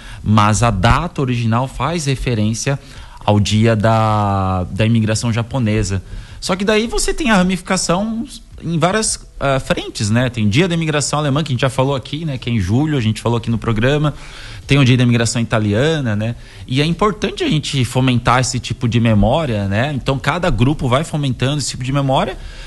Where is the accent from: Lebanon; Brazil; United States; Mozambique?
Brazil; São Paulo; pessoa que migra, eu sou migrante, vim de São Paulo.